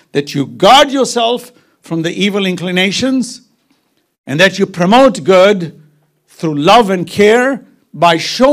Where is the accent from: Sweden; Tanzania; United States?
Tanzania; Zanzibar; I come from Zanzibar. You know, 40 minutes down is Dar es Salaam.